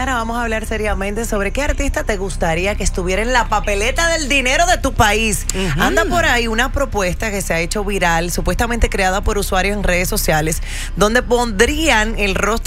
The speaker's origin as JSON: {"language": "Spanish", "country": "Dominican Republic", "said": "Por lo menos en mi país, ahí están los símbolos patrios, están los próceres de nuestra independencia, que obviamente fueron quienes nos dieron esa posición de República Dominicana."}